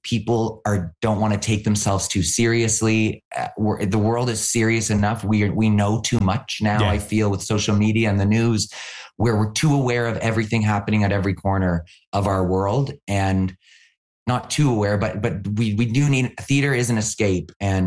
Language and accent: English; Canada; as a Canadian, you know how excited we get when we find out that someone's Canadian.